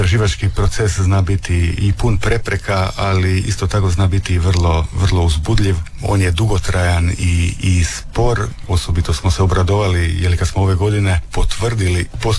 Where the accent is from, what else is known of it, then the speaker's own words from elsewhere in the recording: Istria County, Croatia; kod nas u Istri